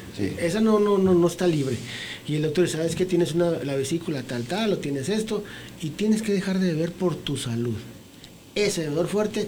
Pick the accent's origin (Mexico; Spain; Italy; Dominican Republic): Mexico; Ciudad Juárez, Chihuahua; Yo soy de aquí de Ciudad Juárez.